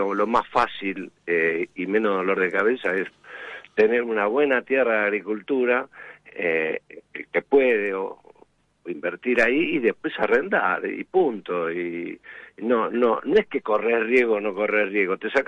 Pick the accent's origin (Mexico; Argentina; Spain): Argentina; Vicente López, Buenos Aires Province; No, nada que ver. Yo nací en Vicente López y después me crié